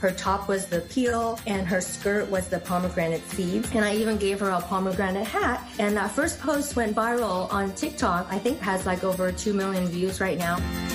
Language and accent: English; California, United States